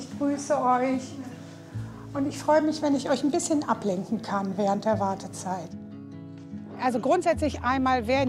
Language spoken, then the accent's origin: German; Hamburg, Germany; ich komme aus Hamburg-Wandsbek, bin 60 Jahre alt, verheiratet, ein Sohn.